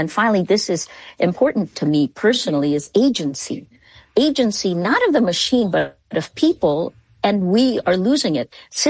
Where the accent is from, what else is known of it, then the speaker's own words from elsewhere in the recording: Philippines; Because I come from the Philippines.